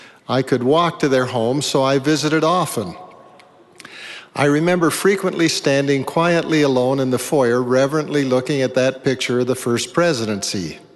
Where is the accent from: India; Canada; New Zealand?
Canada; Raymond, Alberta; The town I grew up in was a small Mormon town. It's in Canada, and some people are surprised to hear that it was essentially a Mormon town.